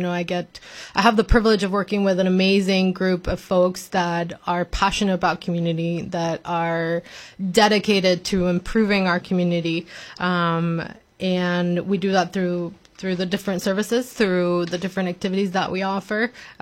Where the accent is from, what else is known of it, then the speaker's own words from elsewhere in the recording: Mexico; moved away as an adult; now in West Michigan, United States; Well, I'm an immigrant myself. I grew up in Mexico. I was born and raised in Mexico and only moved to West Michigan a few years ago.